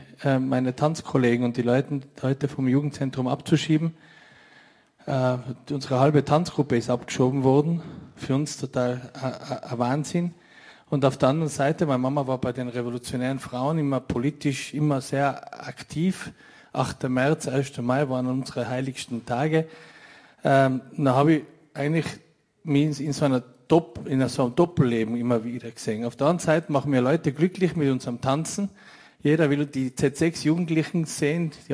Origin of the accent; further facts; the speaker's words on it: Innsbruck, Tyrol, Austria; Vor allem haben wir Innsbruck verteidigt, weil wir sind ja Innsbrucker Kids gewesen gegen Kufstein, gegen Hall, aber auch gleichzeitig gegen Vorarlberg und Salzburg.